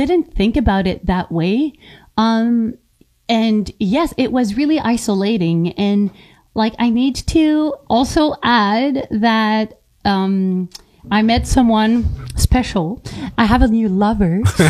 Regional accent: Quebec, Canada; moved away as an adult; now in Yukon, Canada; So I would say that like you know, half of my life, like the first half I was in Quebec, and for sure I'm from Quebec. And then I moved here. I was a young adult.

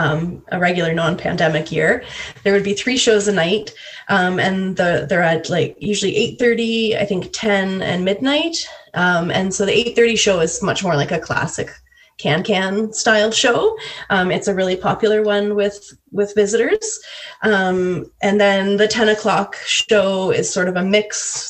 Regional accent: London, Ontario, Canada; moved away as an adult; now in Dawson City, Canada; going far away from my hometown, London, Ontario.

